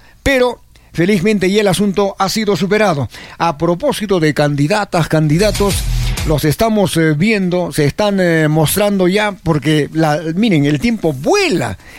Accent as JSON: {"language": "Spanish", "region": "Arequipa", "country": "Peru"}